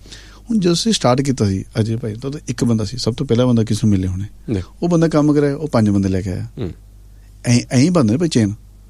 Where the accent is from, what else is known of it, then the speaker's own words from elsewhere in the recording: Patiala, Punjab, India; moved away; ਮੈਂ ਖੁਦ ਪਟਿਆਲੇ ਤੋਂ ਹਾਂ ਮੈਂ ਪੰਜਾਬੀ ਐਮ ਐਫ ਹਾਂ